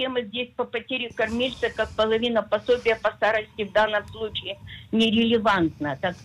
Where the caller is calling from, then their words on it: Israel; из Тирайот.